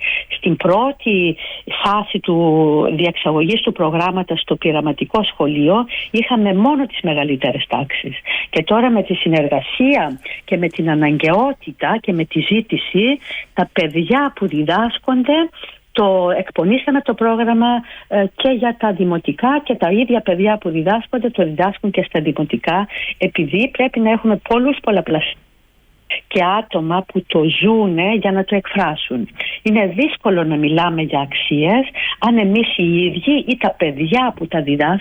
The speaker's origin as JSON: {"language": "Greek", "country": "Greece", "moved": "yes", "said": "για μένα σαν Ελληνίδα"}